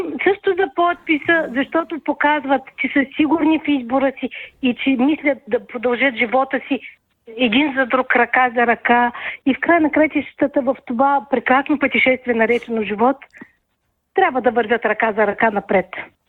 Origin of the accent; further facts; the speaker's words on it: Varna, Varna Province, Bulgaria; съм от Варна.